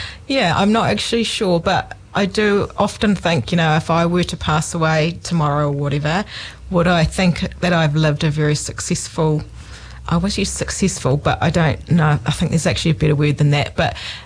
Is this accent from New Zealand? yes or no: yes; Doubtless Bay, Northland, New Zealand; also born or lived in Kaitaia; Yes, my family are originally from down here, but they moved away and I was born in Kaitaia and grew up in Doubtless Bay in Northland.